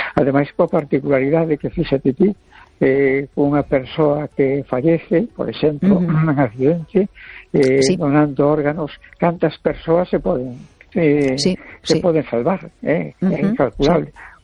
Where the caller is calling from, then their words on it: A Coruña, Galicia, Spain; de La Coruña.